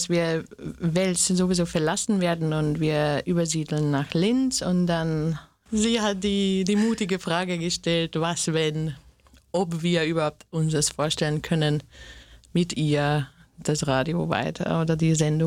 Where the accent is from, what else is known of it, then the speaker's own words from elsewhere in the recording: Slovakia; German is a second language; now in Austria; Ich komme auch aus der Slowakei. Ja, also ich bin auch eine Minderheit ich kenne dieses Minderheitsgefühl auch in Österreich. So für mich ist halt ja eine andere Landessprache.